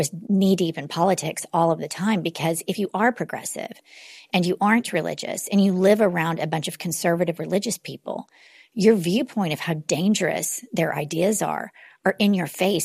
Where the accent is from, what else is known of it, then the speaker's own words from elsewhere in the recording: Oklahoma City, Oklahoma, United States; I was raised in Oklahoma City, and I have very progressive parents that are atheists. And that was kind of a unicorn existence in the Bible Belt.